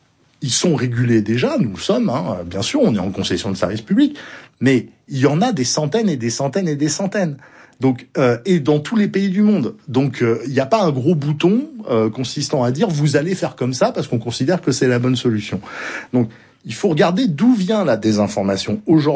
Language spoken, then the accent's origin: French; Bordeaux, Nouvelle-Aquitaine, France; Moi, je suis bordelais